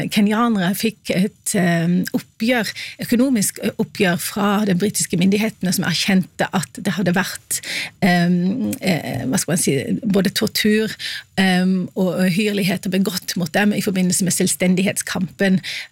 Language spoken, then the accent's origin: Norwegian; Oslo, Norway; Jeg kan også si at jeg en Oslo-jente på tross av dialekten min.